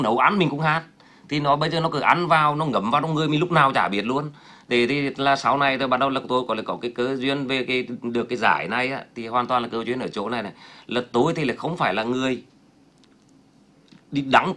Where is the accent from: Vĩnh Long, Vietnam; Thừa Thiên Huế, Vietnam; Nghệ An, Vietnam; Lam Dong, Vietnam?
Nghệ An, Vietnam; Vinh; Tôi học từ cấp 1 cấp 3 ở Vinh, mà tôi đẻ ra ở Vinh